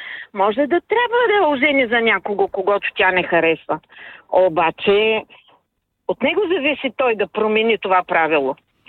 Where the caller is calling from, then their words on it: Burgas, Burgas Province, Bulgaria; от Бургас